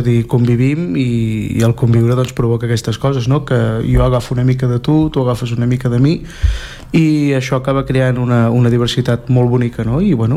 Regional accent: Catalonia, Spain; born there; Nosaltres som catalans de pura cepa, sí. Parlem a casa des de sempre i sí, el parlem, aquí el parlem molt.

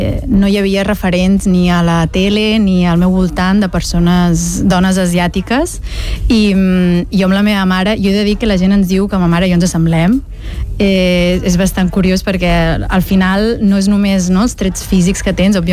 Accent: Reus, Catalonia, Spain; Que normalment jo dic soc de Reus i la gent em pregunta, no, realment d'on ets, d'on, sí, vens?

